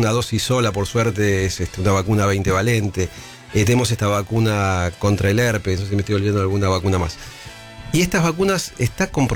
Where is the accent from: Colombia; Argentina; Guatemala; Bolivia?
Argentina; somos argentinos